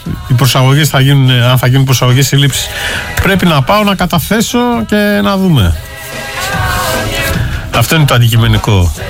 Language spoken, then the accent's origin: Greek; Ionian Islands, Greece; Τώρα άκουσα από σένα για τη φωτιά στο νησί μου. Είναι από την πλευρά του Πόρου, το δεύτερο λιμάνι εκεί κοντά.